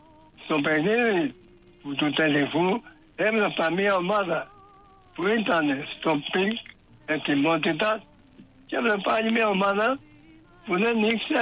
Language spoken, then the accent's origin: Greek; Perama, Crete, Greece; είμαι από το Ρέθυμνο, από το πέραμα Μηλοποτάμ.